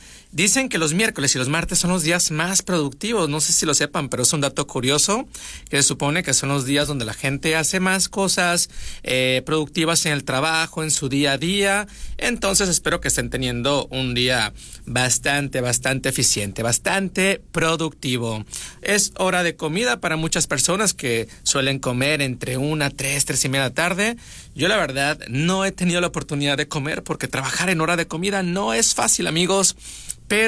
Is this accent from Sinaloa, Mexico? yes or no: yes; San Ignacio, Sinaloa, Mexico; Y déjenme les cuento que yo que soy de San Ignacio, allá también se da bastante bien el mango.